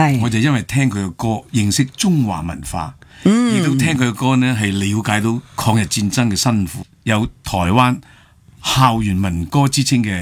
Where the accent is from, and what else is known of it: Hong Kong